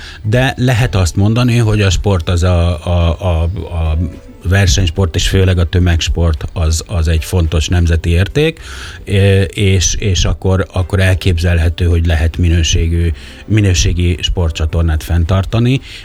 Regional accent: Pécs, Baranya, Hungary; now in Budapest, Hungary; pécsi vagyok

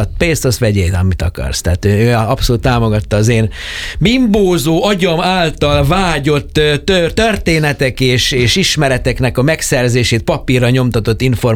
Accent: Horgoš, Vojvodina, Serbia; born or raised there; moved away

